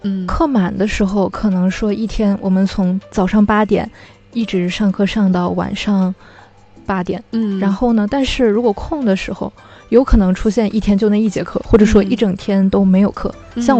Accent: Hainan, China; moved away; 我是来自海南

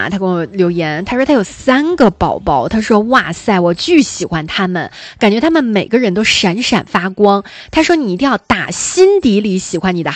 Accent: Northeast China, China; moved away; 因为我是东北的嘛

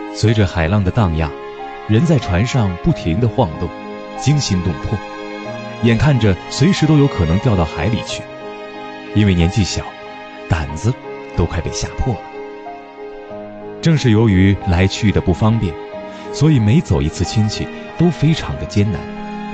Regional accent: Xuwen, Guangdong, China; 在我的家乡徐闻，甚至在粤西的沿海地区，它历来被人们视为美味佳肴。

